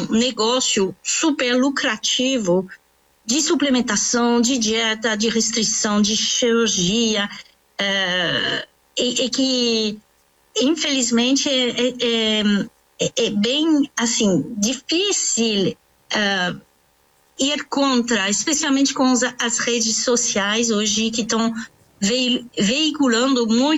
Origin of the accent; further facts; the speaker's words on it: France; Portuguese is a second language; moved away as an adult; also born or lived in United States; now in Brazil; eu sou francesa, naturalizada no Brasil, agora sou brasileira, há 26 anos que eu estou no Brasil, e morei também 9 anos nos Estados Unidos.